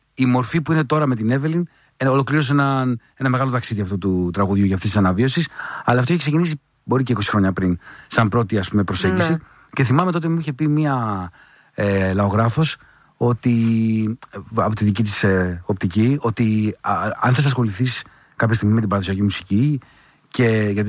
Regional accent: Drama, Eastern Macedonia and Thrace, Greece; born or raised there

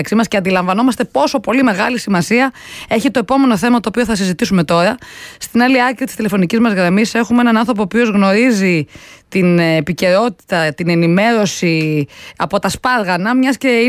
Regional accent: Varda, Western Greece, Greece; Αχ, τι κάνουν τα μέρη μου, εγώ είμαι από τη Βάρδα, Βάρδα Ηλίας, οπότε καταλαβαίνετε, περνάω από εκεί όταν κατεβαίνω, σπάνια πια, αλλά είναι αγαπημένα τα μέρη μας κάτω, να ξέρετε.

